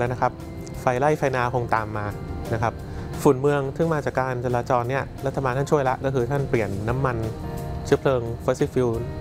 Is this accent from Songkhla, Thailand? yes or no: no; Bangkok, Thailand